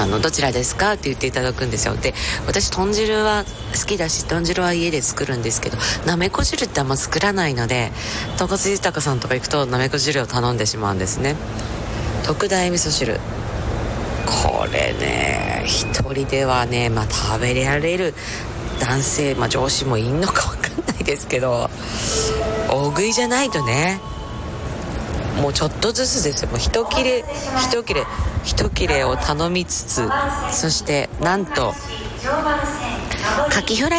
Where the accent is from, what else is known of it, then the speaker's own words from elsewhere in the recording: Iwaki, Fukushima, Japan; 私いわき市内郷の出身で高坂小学校内郷一中の出身でございます。